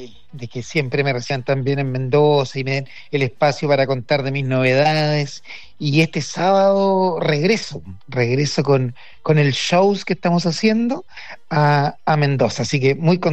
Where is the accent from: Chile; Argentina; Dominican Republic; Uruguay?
Chile; como chileno me van a tener mala, entonces dijo, voy a decir que soy mendocino.